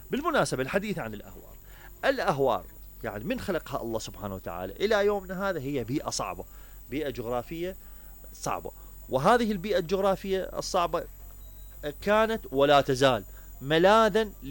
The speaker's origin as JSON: {"language": "Arabic", "country": "Iraq", "said": "هذه البطيحة أسس فيها عمران ابن شاهين الخفاجي إمارة له في جنوب العراق."}